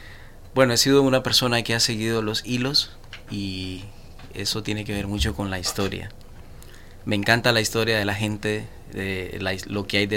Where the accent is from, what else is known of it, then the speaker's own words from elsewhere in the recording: Costa Rica; moved away as an adult; now in Louisville, United States; yo vengo de Costa Rica, traje algunos proyectos acá a Louisville, a la ciudad de Louisville